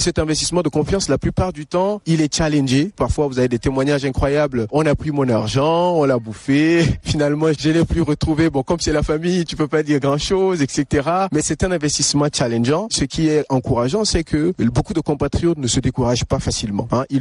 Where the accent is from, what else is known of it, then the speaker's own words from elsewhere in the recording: Chad; moved away; quand je dis que je suis Tchadien